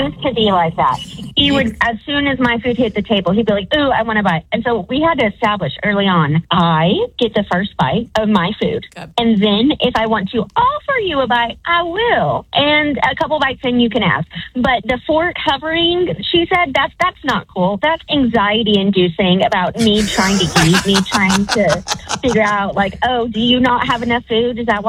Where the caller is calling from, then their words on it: Edmond, Oklahoma, United States; from Edmond.